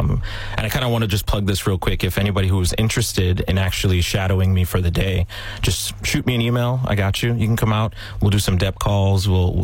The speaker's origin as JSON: {"language": "English", "country": "Jamaica", "moved": "yes", "said": "I'm originally from Jamaica"}